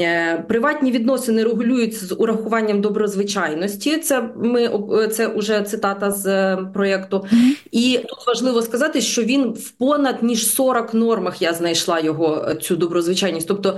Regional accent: Kherson Oblast, Ukraine; moved away; also born or lived in Lviv; я сама з Південної України, з Херсонщини

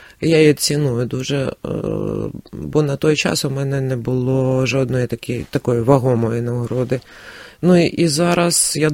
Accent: Kyiv, Ukraine

